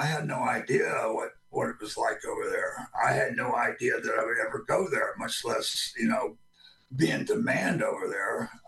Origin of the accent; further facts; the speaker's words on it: Citrus Park, Florida, United States; I grew up in Citrus Park, Florida. It's about 10 miles north of Tampa. Basically grew up in an orange grove.